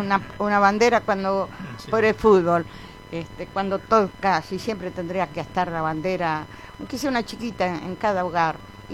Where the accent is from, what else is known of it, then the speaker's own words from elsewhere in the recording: Argentina; No peco de argentinísima, ¿eh? Soy argentina, nada más